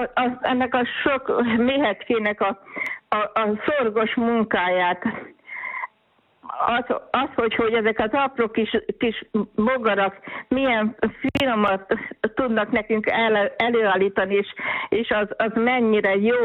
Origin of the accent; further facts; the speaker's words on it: Gyapa, Tolna, Hungary; moved away as an adult; now in Dunakömlőd, Hungary; mi Paks mellett gyapán nőttem fel, 19 éves koromban jöttem Péhez Dunakömlődre